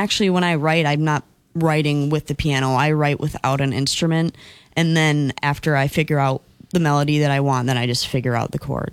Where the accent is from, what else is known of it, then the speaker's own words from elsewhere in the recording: Holmen, Wisconsin, United States; also born or lived in La Crosse, Wisconsin; Born and raised in Wisconsin, so born in La Crosse, and I grew up in Holman